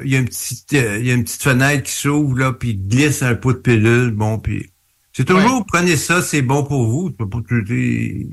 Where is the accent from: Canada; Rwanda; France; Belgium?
Canada; Montreal, Quebec; moi, je viens de Montréal, donc je viens de Montréal, mais j'habitais dans l'est de Montréal